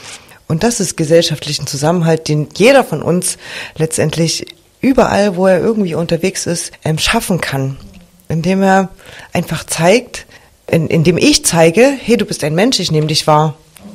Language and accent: German; East Germany, Germany; Also kann man schon sagen, ich bin Ossi. Und ich bin stolz drauf.